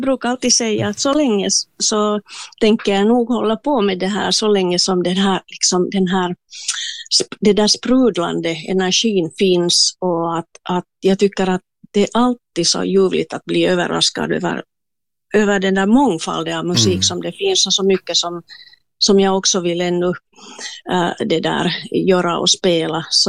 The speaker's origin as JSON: {"language": "Swedish", "town": "Espoo", "region": "Uusimaa", "country": "Finland", "said": "jag är ju hemma från Esbo Kilo"}